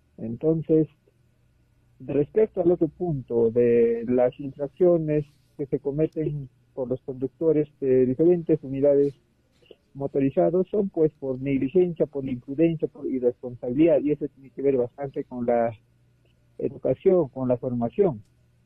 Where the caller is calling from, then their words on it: Juliaca, Puno, Peru; desde Juliaca